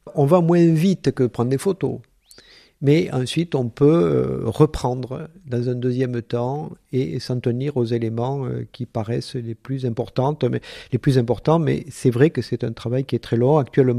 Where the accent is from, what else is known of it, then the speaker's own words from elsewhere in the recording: Albi, Occitanie, France; born there; moi je suis issu de l'école Sainte-Marie d'Albi, donc j'ai fait toutes mes études secondaires